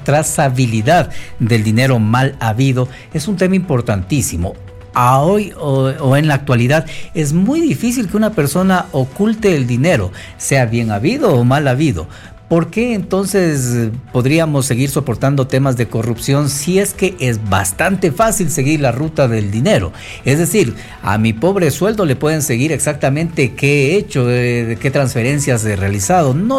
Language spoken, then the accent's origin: Spanish; Ecuador